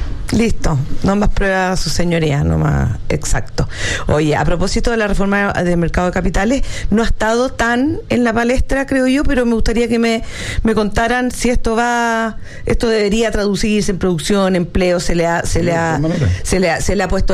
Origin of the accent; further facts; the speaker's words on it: Chile; que entiendan todas estas medidas que al final, si no se aprueban, los únicos perjudicados estamos siendo los chilenos.